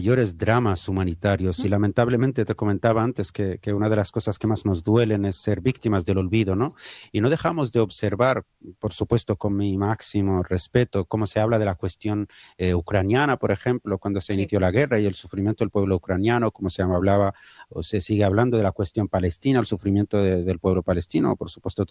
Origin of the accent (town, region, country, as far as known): Western Sahara